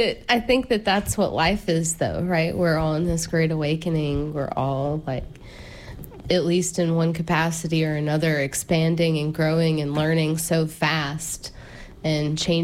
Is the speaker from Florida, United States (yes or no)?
no; Georgia, United States; growing up in the South, I grew up in Georgia